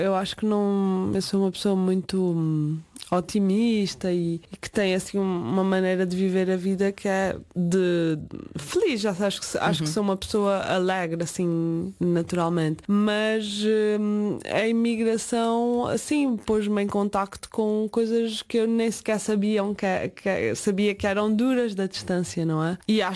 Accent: Azores, Portugal; now in Marseille, France

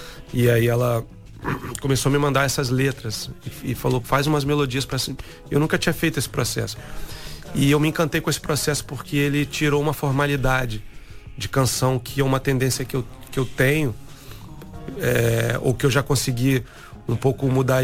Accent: Belo Horizonte, Minas Gerais, Brazil; now in Rio de Janeiro, Brazil; eu nasci no Rio de Janeiro e cresci em Belo Horizonte.

